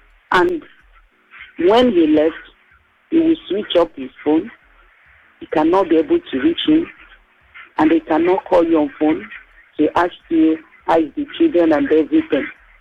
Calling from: Lagos, Nigeria; I'm calling you from Oshodi.

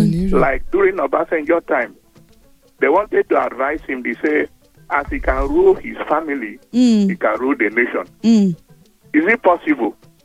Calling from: Ikorodu, Lagos, Nigeria; I'm from Ikorodu.

